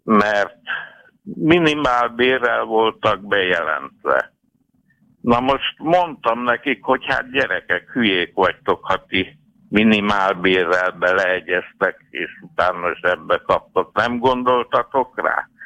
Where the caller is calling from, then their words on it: Budapest, Hungary; Üdvözlöm, Budapestről vagyok.